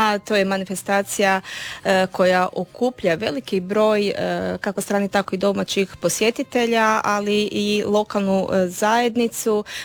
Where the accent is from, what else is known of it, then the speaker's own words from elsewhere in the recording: Istria County, Croatia; kod nas u Istri